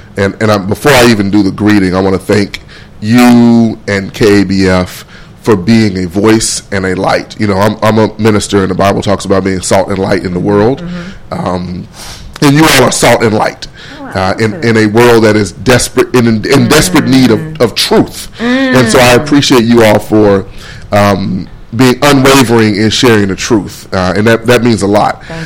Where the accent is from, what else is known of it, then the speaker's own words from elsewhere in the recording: Pine Bluff, Arkansas, United States; I am from Pine Bluff, born and raised, grew up fighting grasshoppers, eating honeysuckle and riding dirt bikes.